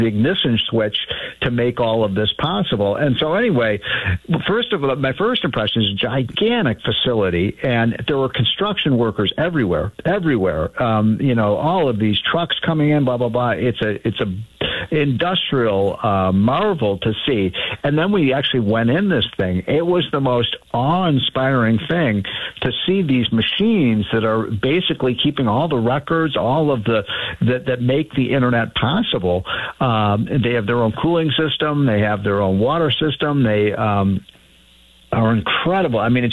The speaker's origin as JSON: {"language": "English", "town": "Chicago", "region": "Illinois", "country": "United States", "moved": "yes", "said": "As you know, I'm from Chicago."}